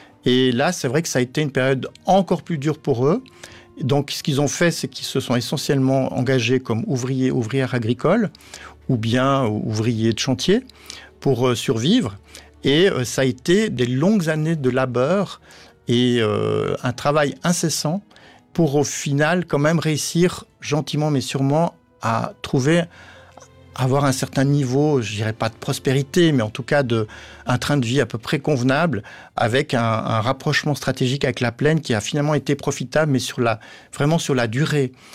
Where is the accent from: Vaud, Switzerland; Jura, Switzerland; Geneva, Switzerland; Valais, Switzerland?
Valais, Switzerland; j'étais étudiant en histoire à l'université de Genève. Moi-même, je suis valaisan